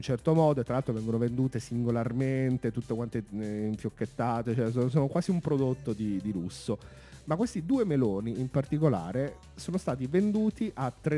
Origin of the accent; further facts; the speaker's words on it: Apulia, Italy; una cosa sono pugliese.